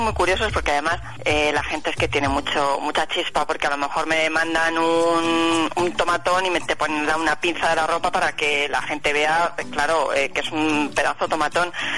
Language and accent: Spanish; Cuenca, Castilla-La Mancha, Spain; cuando por lo menos en mi tierra, en Cuenca, casi son tomates de mediados de agosto, primeros de septiembre